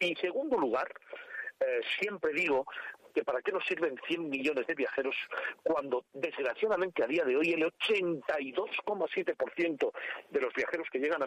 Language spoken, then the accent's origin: Spanish; Madrid, Community of Madrid, Spain; soy de Madrid, ¿eh? Soy de Madrid, ¿vale? Lo que pasa que mi madre era extremeña, fíjate que simbiosis. Mi madre extremeña, mi padre de Jaca, aragonés.